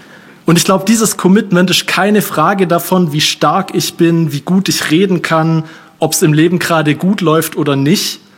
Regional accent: Baden-Württemberg, Germany; Bei uns im Schwabenland haben wir eine sehr ausgeprägte Zeltlagerkultur und ich denke, das weiß jedes Kind in unseren Gemeinden.

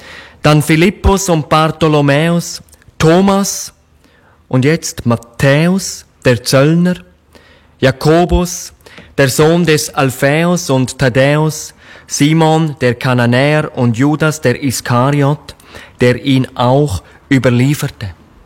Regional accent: Switzerland; Ich komme ja aus der Schweiz, das hört man, glaube ich, in meiner Sprache.

